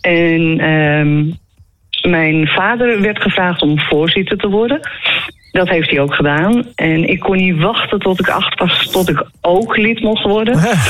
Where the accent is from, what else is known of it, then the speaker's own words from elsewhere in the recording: Hilversum, North Holland, Netherlands; moved away; Ik ben over het spoor opgegroeid. In Oost.